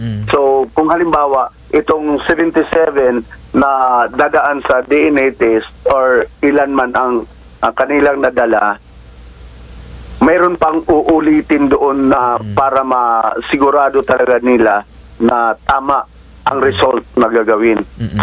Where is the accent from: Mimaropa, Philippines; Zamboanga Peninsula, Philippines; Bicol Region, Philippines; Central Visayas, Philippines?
Central Visayas, Philippines; Cebu; now in Coron, Philippines; Ako po ay taga Cebu na 1983, nandito na po kami sa bayan ng Coron.